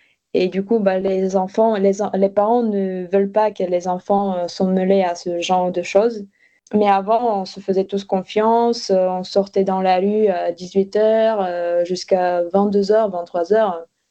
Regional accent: Bulgaria; French is a second language; now in France

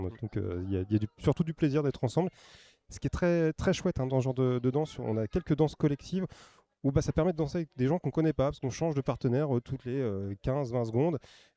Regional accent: Rouen, Normandy, France; parce qu'on est de Rouen, rive gauche pour la plupart, donc quartier Jardin des Plantes.

